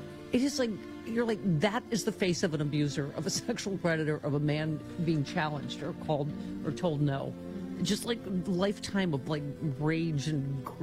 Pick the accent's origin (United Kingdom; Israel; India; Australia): Australia; now in California, United States; I'm an Aussie living in California.